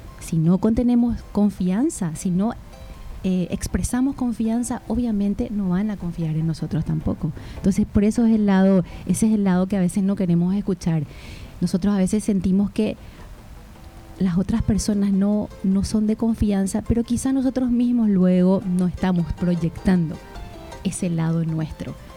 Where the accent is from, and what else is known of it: Paraguay